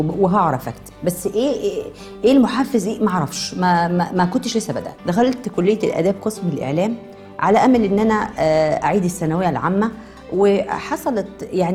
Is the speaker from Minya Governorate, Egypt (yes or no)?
yes; Minya, Minya Governorate, Egypt; moved away; لان انا جاية من المنيا يعني مش من القاهرة